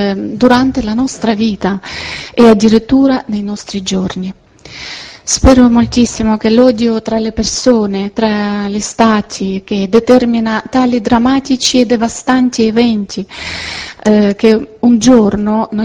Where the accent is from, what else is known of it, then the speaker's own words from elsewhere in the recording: Ukraine; now in Italy; Io sono ucraina